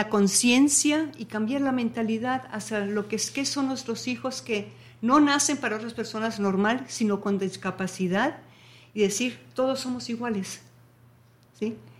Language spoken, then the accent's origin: Spanish; Mexico; now in Bielefeld, Germany; Yo me crié en México, ¿sí? Y por eso tengo una afinidad muy grande hacia México.